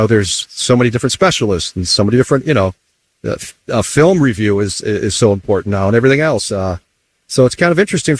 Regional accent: Detroit, Michigan, United States; Yeah, I'm from Detroit. I played at Boston College.

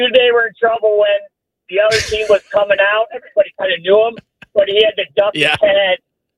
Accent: Philadelphia, Pennsylvania, United States; born there; moved away; We grew up in Philadelphia, and my dad played against Wilt Chamberlain in high school.

